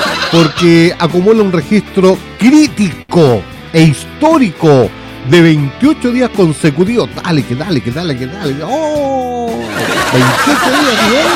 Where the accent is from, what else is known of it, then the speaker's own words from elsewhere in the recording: Chile; yo soy chileno